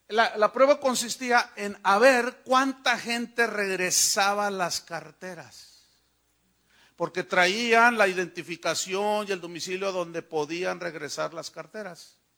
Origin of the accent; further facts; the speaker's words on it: Mexico; Yo soy mexicano.